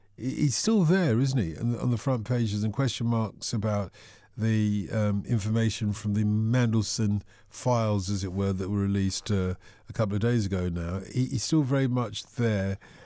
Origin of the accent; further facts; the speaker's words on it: Tottenham, London, United Kingdom; I remember from the 1970s, and I grew up in Tottenham